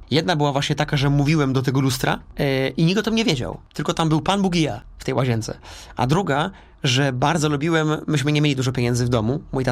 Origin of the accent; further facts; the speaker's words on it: southern Poland, Poland; To znaczy, ja jestem z południa Polski, ale jeżdżę przez całą Polskę